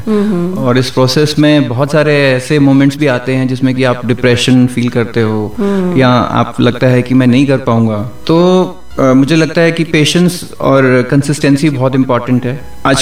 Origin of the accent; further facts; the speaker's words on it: Kanpur, Uttar Pradesh, India; moved away as an adult; also born or lived in Delhi / Ahmedabad, Gujarat / Lucknow; now in Belagavi, India; मेरा जन्म यूपी उत्तर प्रदेश में हुआ था और मेरी पढ़ाई 12th क्लास तक उत्तर प्रदेश में ही हुई है, कानपुर में।